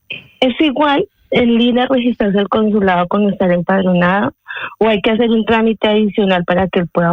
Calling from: United Kingdom; llamando del Reino Unido.

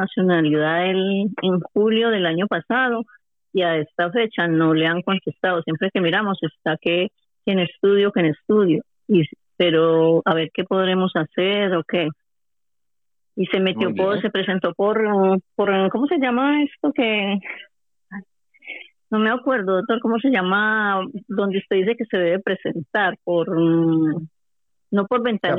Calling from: Madrid, Community of Madrid, Spain; me comunico de Madrid

